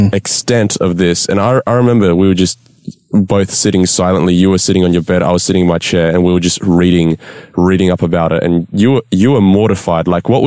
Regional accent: Australia; We live in a fairly safe country, Australia

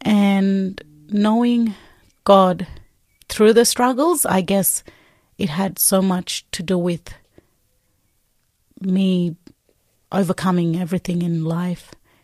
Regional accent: Queensland, Australia; now in Cardwell, Australia; I'm originally from Bigwell Island, Torres Strait.

